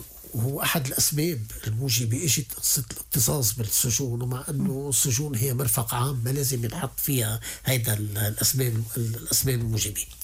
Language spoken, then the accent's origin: Arabic; Lebanon; عندنا بلبنان